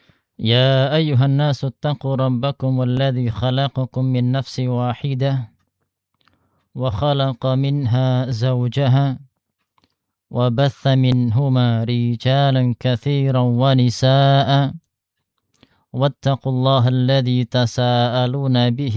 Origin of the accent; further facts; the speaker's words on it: Sragen, Central Java, Indonesia; also born or lived in Jember; now in Perawang, Indonesia; Kalau ana aslinya dari Seragen.